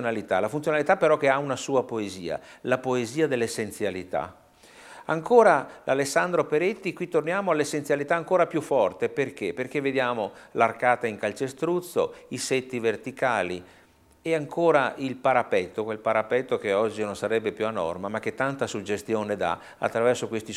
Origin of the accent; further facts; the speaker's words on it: Padua, Veneto, Italy; passiamo a Padova, la mia città natale.